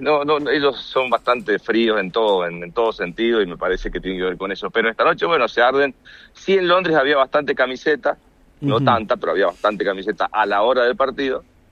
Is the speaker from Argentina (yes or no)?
yes; Argentina; Mirá, yo soy argentino, tengo camiseta